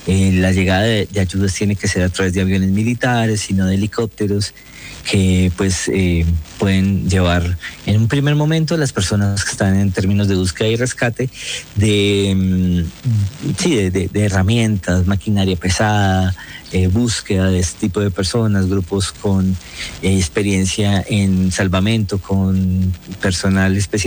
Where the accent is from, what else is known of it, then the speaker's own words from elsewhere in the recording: Colombia; Entonces eso como colombiano nos tiene muy satisfechos en medio de la gran dificultad